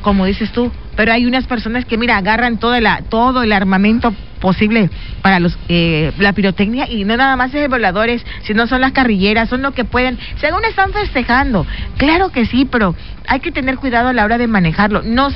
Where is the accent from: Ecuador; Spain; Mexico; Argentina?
Mexico; así somos los mexicanos